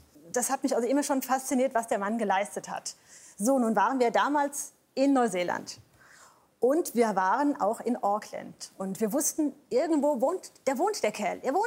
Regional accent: Germany; wir kommen aus Deutschland, machen hier Urlaub

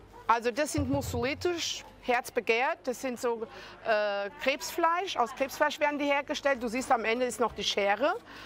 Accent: Groß-Umstadt, Hesse, Germany; born there; Ich bin zwar Portugiesin, aber in Deutsch-Umstadt geboren

